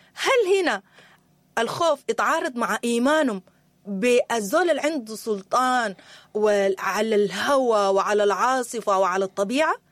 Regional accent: Sudan; الوضع بتاعنا احنا كسودانيين

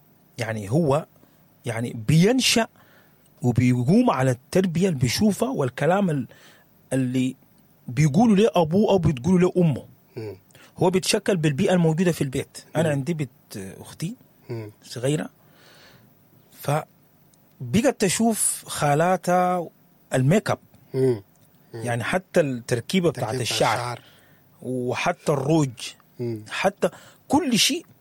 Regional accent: Sudan; لكن إحنا كسودانيين عندنا مقولة

